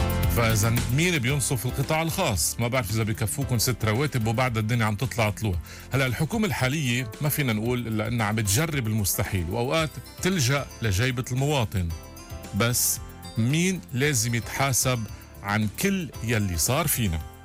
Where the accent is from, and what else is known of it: Lebanon